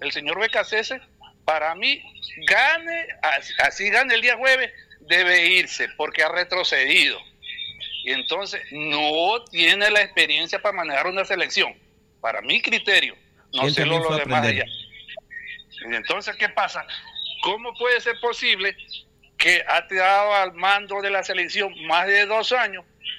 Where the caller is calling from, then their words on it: Ecuador; Ojalá, como ecuatoriano